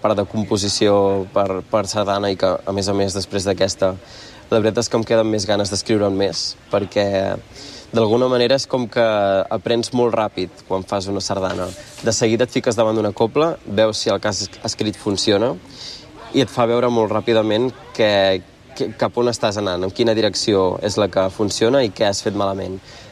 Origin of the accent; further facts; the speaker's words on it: Tordera, Catalonia, Spain; sóc de Tordera.